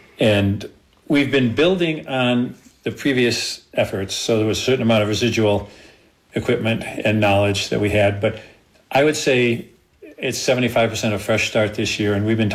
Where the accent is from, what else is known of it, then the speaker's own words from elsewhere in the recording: Connecticut, United States; I came out here from Connecticut, and it was a whole new world for me